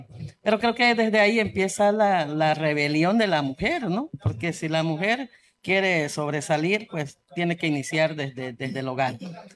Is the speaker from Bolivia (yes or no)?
yes; Bolivia